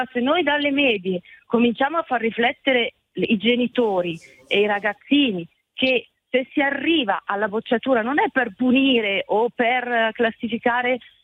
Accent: Lecco, Lombardy, Italy; Sono di Lecco.

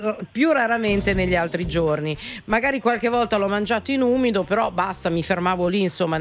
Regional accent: Lombardy, Italy; per noi in Lombardia il venerdì pesce e c'è il merluzzo fritto.

